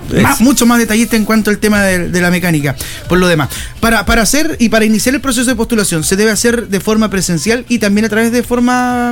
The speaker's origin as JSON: {"language": "Spanish", "region": "Antofagasta", "country": "Chile", "said": "Por ejemplo, si yo pertenezco, soy de acá de Antofagasta"}